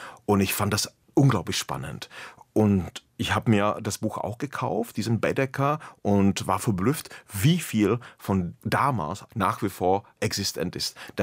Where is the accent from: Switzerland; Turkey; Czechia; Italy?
Czechia; Aber ich wollte da tatsächlich eine Figur haben aus der Gegend, wo ich herkomme. Český Raj, böhmisches Paradies, nordöstlich von Prag. Sehr malerisch, sehr poetisch, viele Brauereien, ein paar Schlösser, Badeteiche, leicht hügelig.